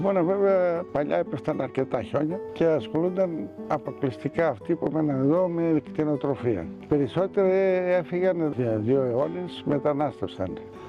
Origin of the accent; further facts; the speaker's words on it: Monodendri, Epirus, Greece; Γεννήθηκα στο Κατόι εδώ